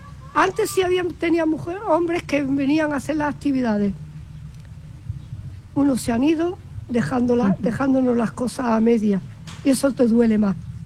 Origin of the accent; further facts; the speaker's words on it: Seville, Andalusia, Spain; moved away as an adult; now in Viator, Spain; 44 años adoptada, soy sevillana.